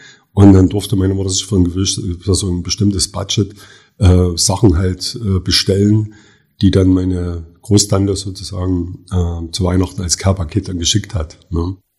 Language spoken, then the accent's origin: German; Oelsnitz, Saxony, Germany; ich bin in einer Kleinstadt in Vogtland aufgewachsen, in Ösnitz.